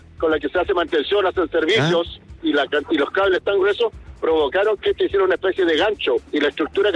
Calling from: Villa Alemana, Valparaíso, Chile; De la localidad de Villa Alemana, en Viña del Mar.

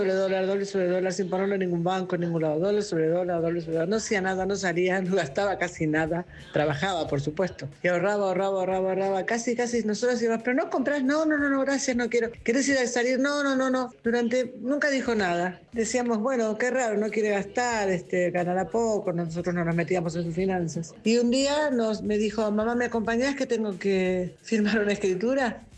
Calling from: Tigre, Buenos Aires Province, Argentina; de Tigre.

